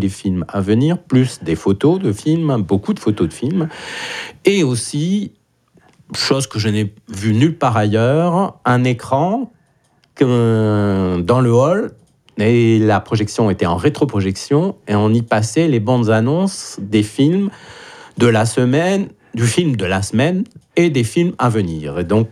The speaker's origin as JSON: {"language": "French", "town": "Brest", "region": "Brittany", "country": "France", "tie": "born or raised there", "moved": "as an adult", "said": "oui, je suis né à Brest et puis j'ai vécu 29 ans à Brest."}